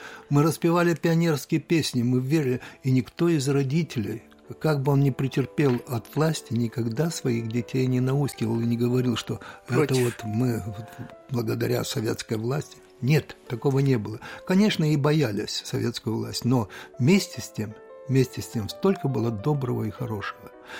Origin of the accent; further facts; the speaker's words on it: Karaganda, Karaganda Region, Kazakhstan; born there; Если говорить вот о том, как я родился в Караганде, конечно, я не помню день своего рождения, когда я родился, что появился.